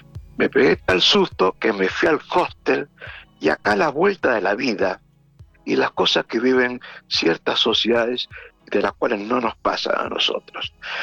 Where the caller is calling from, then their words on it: Argentina; soy argentino y turista.